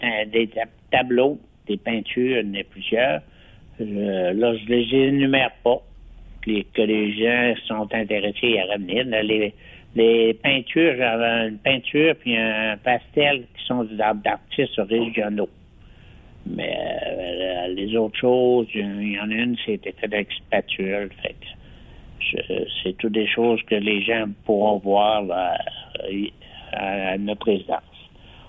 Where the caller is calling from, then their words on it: Jonquière, Quebec, Canada; moi j'appelle de Jonquière.